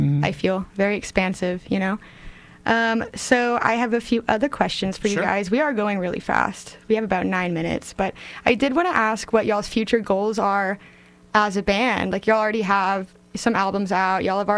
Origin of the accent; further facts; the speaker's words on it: San Antonio, Texas, United States; moved away; I'm from San Antonio.